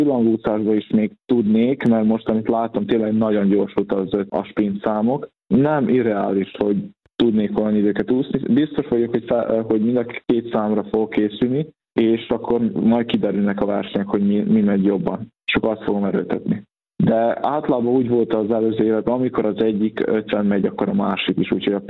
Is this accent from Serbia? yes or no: yes; Senta, Vojvodina, Serbia; now in Szeged, Hungary; Vajdaságban Zentán nőttem fel